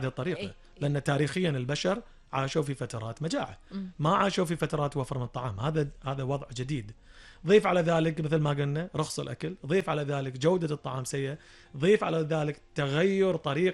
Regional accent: Kuwait; عندنا بالكويت

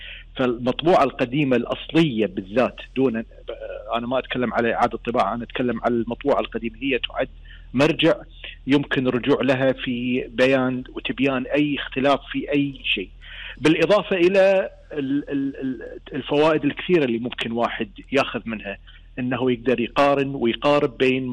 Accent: Kuwait; عندنا في الكويت

